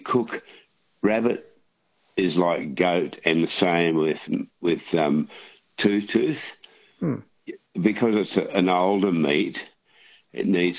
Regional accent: Castlemaine, Victoria, Australia; Because back in my early days, I grew up down in Castlemaine

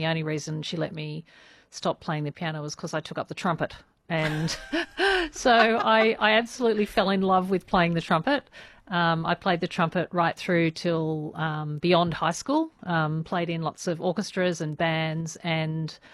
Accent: Sydney, New South Wales, Australia; So I was born in Sydney. I grew up on the northern beaches.

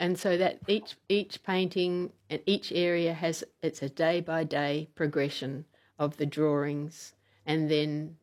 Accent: Kalgoorlie, Western Australia, Australia; Yes, yeah. Yes. And going into the Great Western Woodland.

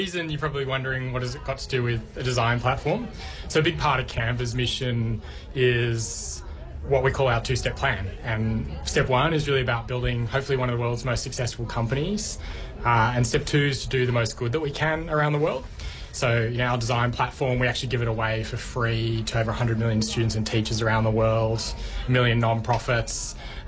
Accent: Wollongong, New South Wales, Australia; So I grew up down here in Wollongong. I've still got family here.

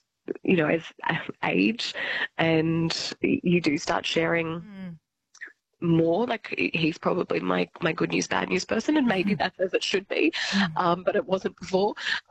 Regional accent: Albury, New South Wales, Australia; In Albury-Wodonga, so I'm from Albury, yes.

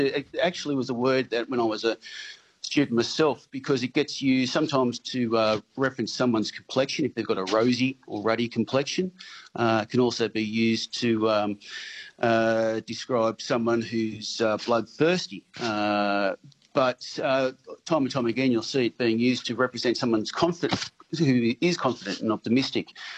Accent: Newcastle, New South Wales, Australia; I'm born and bred in the Hunter, born and bred in Newcastle

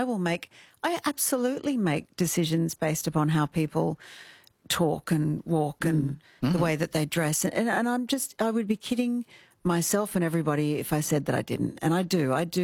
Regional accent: Kalgoorlie, Western Australia, Australia; Look, I'm from Kalgoorlie. I get to call it, you know.

